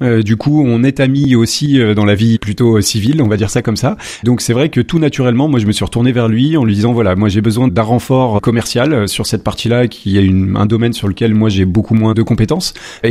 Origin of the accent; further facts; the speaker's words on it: Auvergne-Rhône-Alpes, France; moved away as an adult; also born or lived in Île-de-France; moi je suis originaire du Rhône, donc après mon exil en Ile-de-France